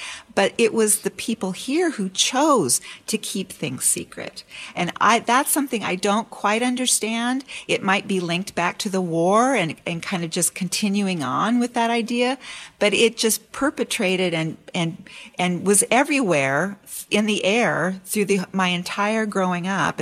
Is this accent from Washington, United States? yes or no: yes; Richland, Washington, United States; I have to defend this place. It is my hometown and these are my people.